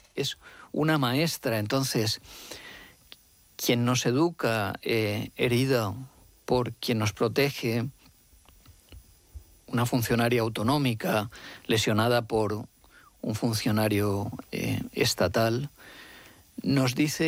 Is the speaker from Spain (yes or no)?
yes; Alicante, Valencian Community, Spain; Y soy alicantino, o sea, valenciano.